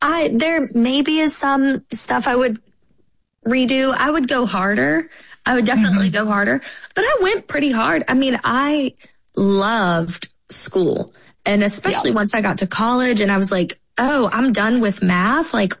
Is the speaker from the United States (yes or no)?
yes; Mississippi, United States; You know, growing up in Mississippi in a pretty like monolithic community, I was able to see the world.